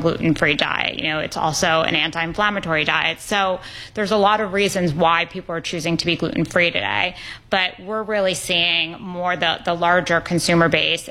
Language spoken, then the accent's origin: English; New York City, New York, United States; I grew up in New York City. My family owned restaurants